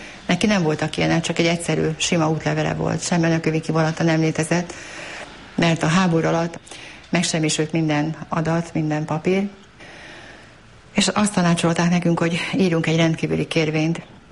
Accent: Budapest, Hungary; born there; Ezt a kislányomat elvitték szirnázó mentővel János kórházba, oda, ahol én is születtem valamikor.

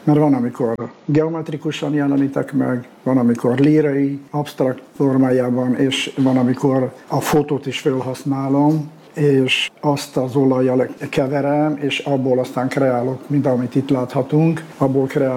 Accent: Hungary; born there; tehát ide születtem

